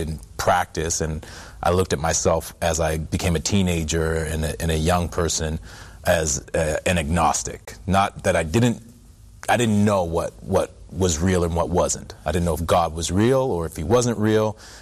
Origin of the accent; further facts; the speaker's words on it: Canada; He was an All-Canadian. I'm originally from Canada.